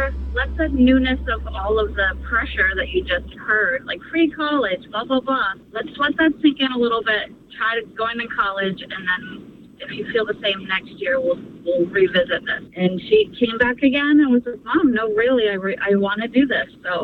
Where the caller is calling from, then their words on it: Rochester, New Hampshire, United States; I'm from Rochester, but currently driving to Portsmouth.